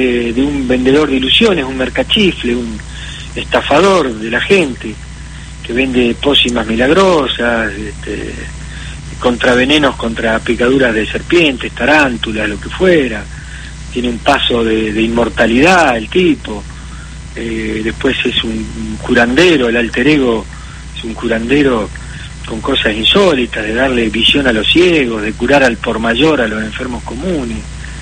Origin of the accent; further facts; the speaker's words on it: Miguel Riglos, La Pampa, Argentina; moved away; also born or lived in Villa Maza, Buenos Aires Province; Yo soy nacido en Miguel Ríos.